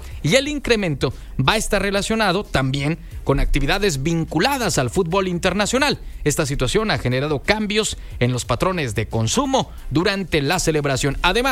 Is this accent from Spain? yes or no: no; Nuevo León, Mexico; como mexicanos, claro, como nuevo leoneses